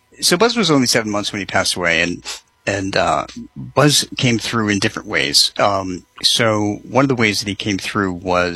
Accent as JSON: {"language": "English", "region": "New England", "country": "United States", "tie": "born or raised there", "said": "I grew up in New England, and I was inspired by the blizzard of 1978, which was a blizzard that crippled the East Coast."}